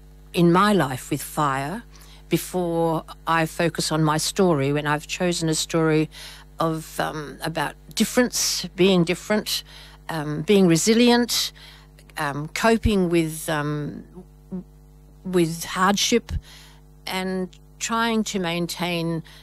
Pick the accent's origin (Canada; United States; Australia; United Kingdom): Australia; Swan Valley, Western Australia; also born or lived in Croatia; Well, I thought that because I'm a resident of the Swan Valley. I grew up in the Swan Valley, and I haven't, apart from going to live in Croatia for a long time, or not quite a year, I came back to the valley